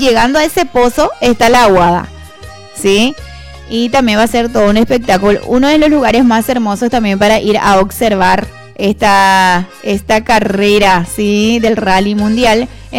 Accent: Nueva Alborada, Itapúa, Paraguay; nos sentimos felices de ser alboradenses, ¿verdad, Lucas? Orgullosos también. Con orgullo podemos decir en cualquier parte donde vamos que somos de Nueva Alborada.

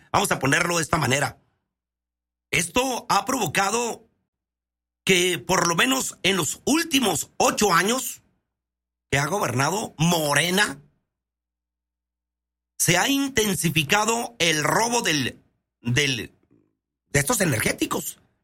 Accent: Mexico

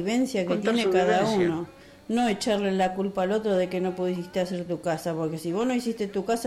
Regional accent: Ezeiza, Buenos Aires Province, Argentina; Y nosotros que nacimos en Ezeiza, sabemos lo que es la tierra, sabemos lo que es el barro, el tener una luz cada 3 cuadras, lo sabemos.

